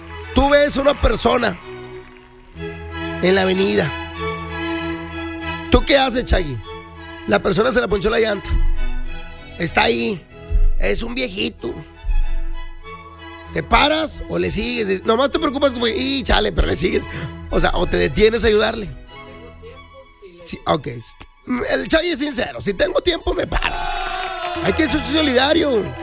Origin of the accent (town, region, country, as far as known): Mexico